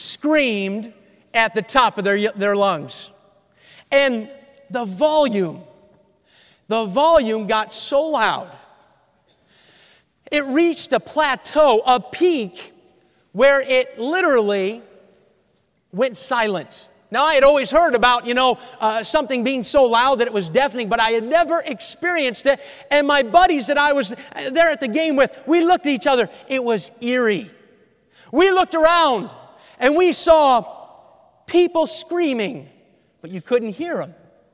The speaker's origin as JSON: {"language": "English", "region": "New Hampshire", "country": "United States", "tie": "born there", "also_born_or_lived": "New York / Maine", "moved": "yes", "lives_now": "Ohio, United States", "said": "Before I moved to Ohio, I grew up in New England. I love New England. I live in Ohio now, but I love growing up in New England. I was born in New York. I lived in Maine for 6 years. Lived about 12, 13, 14 years in the state of New Hampshire."}